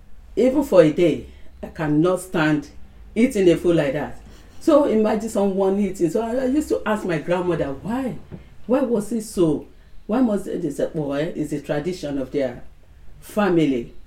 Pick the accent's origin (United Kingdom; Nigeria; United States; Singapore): Nigeria; moved away; I'm from Nigeria. I'm from a Yoruba tribe.